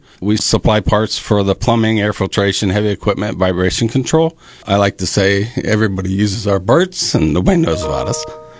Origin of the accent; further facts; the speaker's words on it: Ashland, Ohio, United States; also born or lived in Mansfield, Ohio; But I was born in Mansfield. I was raised in Ashland. Went to Ashland High School. Then went to the tech school in Mansfield, North Central.